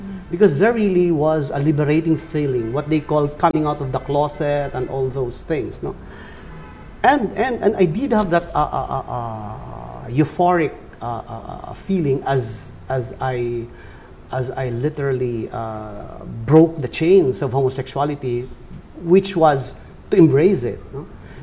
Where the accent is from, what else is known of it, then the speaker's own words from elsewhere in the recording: Angono, Calabarzon, Philippines; So I come from Angono, Rizal, which is miles and miles away from Makati, where we are right now.